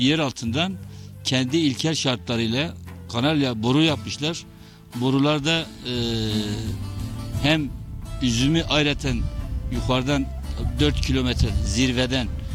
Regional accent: Muş Province, Turkey; O açıdan bizim köyümüz çok tarihi bir köy. Bir de yanı başımızda hemen kayak merkezi var. Kayak merkeziyle birlikte üniversitemiz de var.

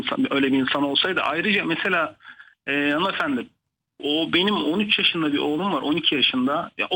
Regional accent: Anatolia, Turkey; moved away as an adult; now in Istanbul, Turkey; ben Anadolu'nun bir küçük bir kasabasında doğdum, büyüdüm, yetiştim.

